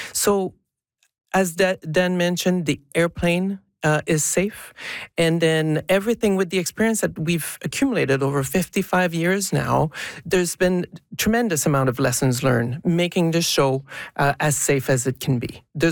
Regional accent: Quebec City, Quebec, Canada; I'm from Quebec City.

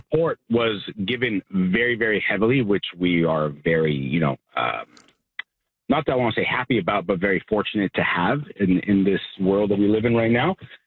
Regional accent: Quebec, Canada; first language French; English is a second language; We believe that Quebec is a French province and French should be more predominant. I am Francophone. My first language is French.

